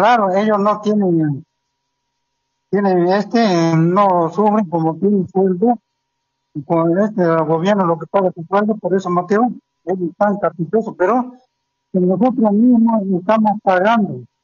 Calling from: Montero, Santa Cruz, Bolivia; yo me llamo de aquí Montero, Juan Pablo II

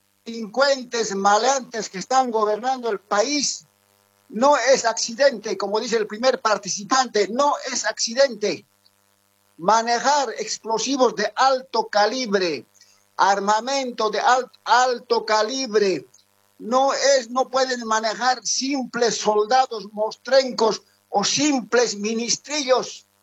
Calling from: Santa Cruz, Bolivia; desde Guarne, Santa Cruz, Satélite Norte.

